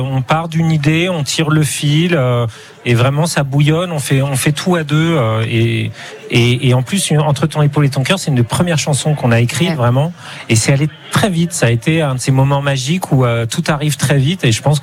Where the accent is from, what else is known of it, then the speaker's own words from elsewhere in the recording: Auvergne-Rhône-Alpes, France; Et moi, je suis originaire de Haute-Savoie